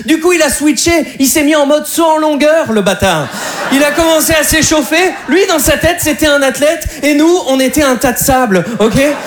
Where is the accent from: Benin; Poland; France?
France; Berck-sur-Mer, Hauts-de-France; J'ai eu la chance de rentrer au bled dans le plus grand des calmes, comme on dit chez nous à Berck-sur-Mer.